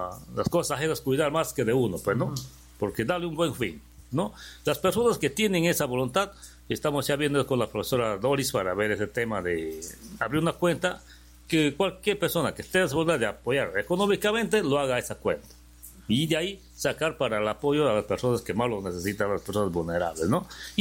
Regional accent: Bellavista, San Martín, Peru; now in Lamas, Peru; Yo soy de Bellavista, pero ya me siento ser parte de Lamas porque vivo acá, me cobija Lamas y mi familia es de acá y tengo ese amor a Lamas

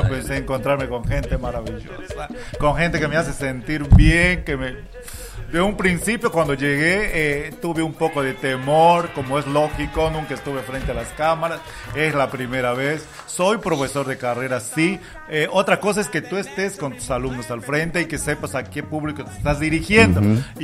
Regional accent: Lamas, San Martín, Peru; born there; Soy, he nacido en la ciudad de Lamas, sí, mi familia es descendiente de Lamas, orgulloso de ser lamista

